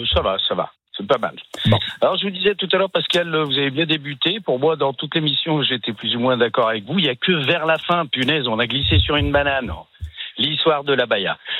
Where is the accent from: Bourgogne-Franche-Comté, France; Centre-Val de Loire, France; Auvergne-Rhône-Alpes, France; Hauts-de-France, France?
Auvergne-Rhône-Alpes, France; Lyon; born there; je suis né à Lyon, en France.